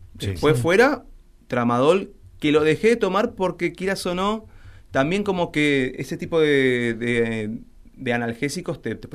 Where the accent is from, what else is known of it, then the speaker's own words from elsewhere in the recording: Argentina; estamos remando, como todo argentino en este momento.